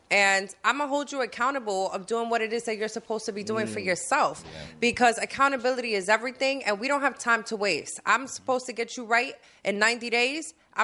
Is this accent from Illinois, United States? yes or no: no; Bronx, New York, United States; I seem like I'm an East Side girl, but I'm definitely from the Bronx.